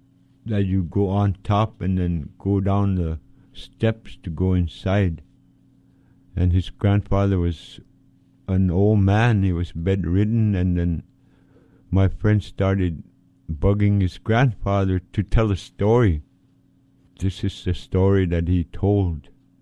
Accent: Point Hope, Alaska, United States; I'm an Inupiaq from Tikilak, Point Hope, Alaska.

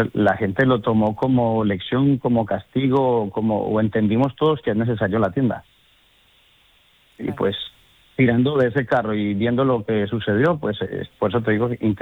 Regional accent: Colombia; now in Spain; A ver, la gente, pues claro, yo he estado, llevo aquí muchos años, yo soy de origen colombiano, ¿de acuerdo?

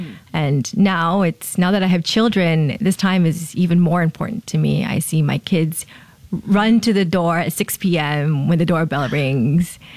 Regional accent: Hong Kong; I am Japanese, but I was raised in Hong Kong, worked in Paris, married to a Singaporean.

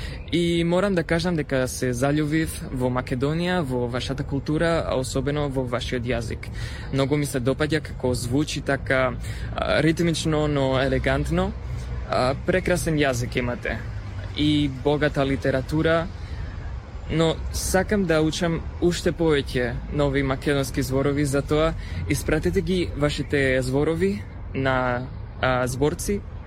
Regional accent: Barcelona, Catalonia, Spain; Macedonian is a second language; студент од Барселона кој учи македонски.

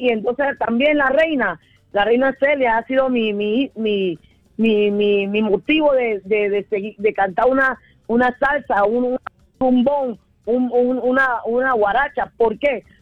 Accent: Panama City, Panamá, Panama; accent: Panamanian; No, yo soy panameña 100% y voy a hablar. Yo me acuerdo de mi tiempo de mi Panamá allá en el Chorrillo y de la escuela. Yo no voy a cambiar mi acento por nadie.

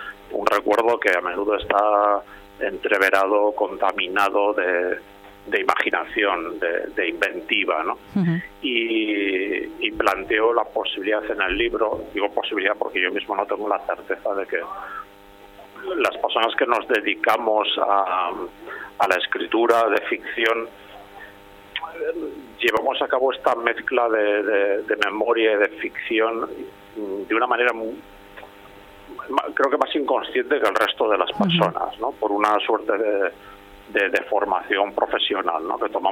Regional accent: Ribadesella, Asturias, Spain; la casa donde yo nací y me crié en Ribadesella

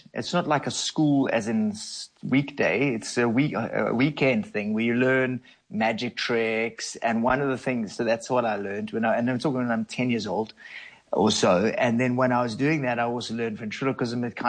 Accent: South Africa; And as a South African, once you start self-reflecting, it becomes quite political quite fast, especially if you study social anthropology while the Truth and Reconciliation Commission is happening.

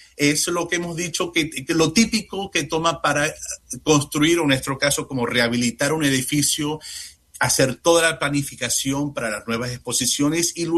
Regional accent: United States; now in Washington, D.C., United States; ya que estamos acá en este país, estadounidenses, ¿no? Como norteamericanos

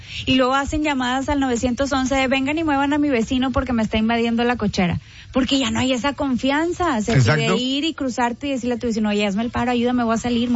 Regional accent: Monterrey, Nuevo León, Mexico; O sea, es que esos somos los regios. Viene alguien de fuera y lo quieres enamorar de la ciudad, y lo quieres enamorar de nuestra cultura

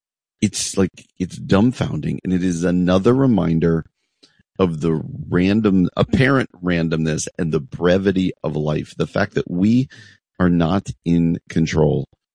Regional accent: New York, United States; born or raised there

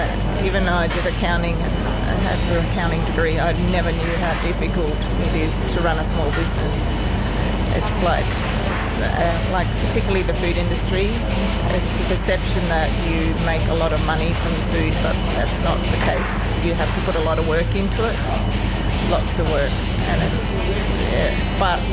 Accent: Western Australia, Australia; born there; I was born in Northcliffe or Pemberton area in West Australia, which is really farming country and Karri Jarratry country.

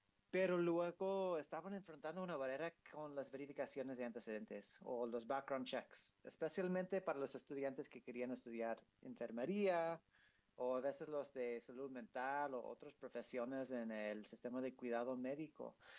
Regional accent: United States; Spanish is a second language; soy gringo, no sé si notas o no, pero hace 10 años yo pasé un año viviendo en México, en el bello estado de Tlaxcala.

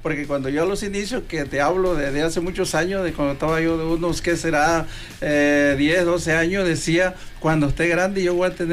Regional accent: Juchitán, Guerrero, Mexico; Nosotros somos de Juchitán, Guerrero.

